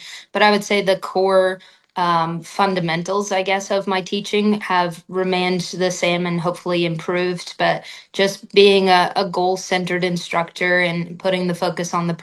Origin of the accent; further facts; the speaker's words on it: Northern Ireland, United Kingdom; moved away as an adult; also born or lived in Arizona / Florida; now in Missouri, United States; So I grew up in Northern Ireland, played junior golf there